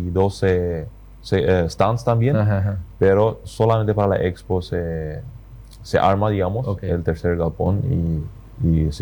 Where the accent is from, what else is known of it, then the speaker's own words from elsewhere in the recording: Paraguay; Yo creo que nosotros como paraguayos tenemos un valor fundamental